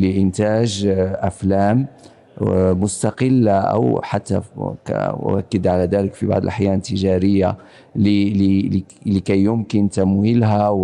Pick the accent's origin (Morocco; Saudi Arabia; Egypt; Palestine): Morocco; أنا منتج من المغرب، أعمل ما بين المغرب وفرنسا، أنتج تقريبا منذ 20 سنة